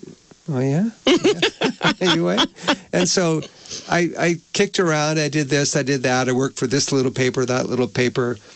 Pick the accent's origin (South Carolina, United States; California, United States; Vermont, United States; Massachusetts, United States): Vermont, United States; Colchester; The lady who started the little Colchester community newspaper, and I was raised in Colchester